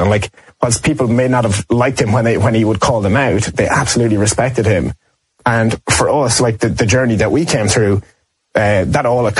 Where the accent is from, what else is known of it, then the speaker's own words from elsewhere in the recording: Ireland; accent: Irish; And I also think like being Irish helps. We're liked in most places that we go. So, walking in the door with an Irish accent is never a bad thing.